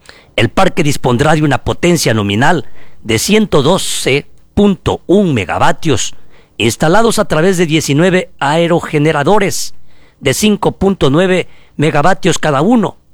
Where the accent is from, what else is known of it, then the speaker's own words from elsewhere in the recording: Zamora-Chinchipe, Ecuador; como el café de mi tierra, café de Chinchipe, café Mayo, un café con tradición